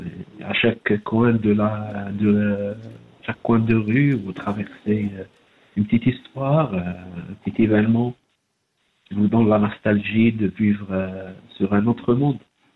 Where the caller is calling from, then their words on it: Algiers, Algiers Province, Algeria; Oui, c'est toujours à Alger.